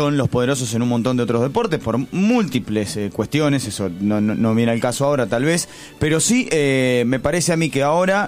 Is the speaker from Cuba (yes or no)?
no; Argentina; hoy los poderosos desde el campo de juego somos nosotros los argentinos, debemos autopercibirnos de esa manera.